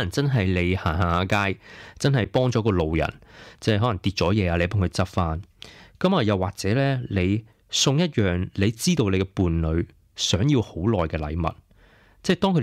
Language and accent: Cantonese; Hong Kong; 即系点解我哋香港人咁中意去旅行